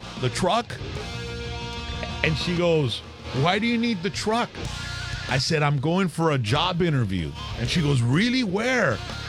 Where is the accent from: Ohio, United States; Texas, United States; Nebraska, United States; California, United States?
Texas, United States; Mercedes; 17 years old, I was a DJ there. And I'm from Mercedes, man.